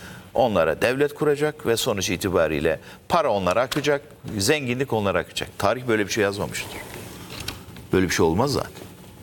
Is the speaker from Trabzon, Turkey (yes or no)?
yes; Trabzon, Turkey; Ben Trabzonluyum. Çok iyi folklorcuyumdur. Horonu da iyi yaparım ama, ama halayım da horonla yarışır.